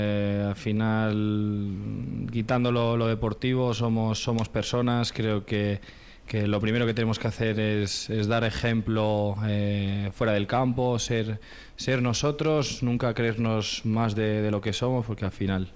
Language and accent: Spanish; Jávea, Valencian Community, Spain; moved away; en mi pueblo, en Javea